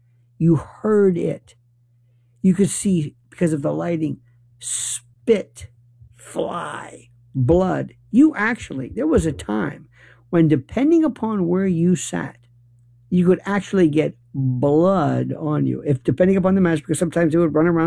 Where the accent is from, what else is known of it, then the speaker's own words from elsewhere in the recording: Tampa, Florida, United States; I grew up initially, which makes kind of no sense, but I grew up in Florida or Tampa. Not Tampa Bay, Tampa.